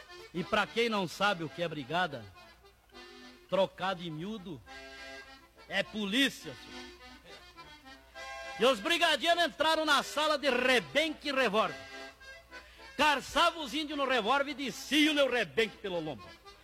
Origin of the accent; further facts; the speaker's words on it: Encruzilhada do Sul, Rio Grande do Sul, Brazil; E como eu sou gaúcho muito patriota, sou lá de Encruzilhada do Sul